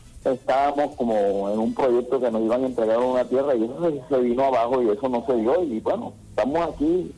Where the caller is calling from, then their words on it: Maicao, La Guajira, Colombia; Yo soy de Maicao, Guajira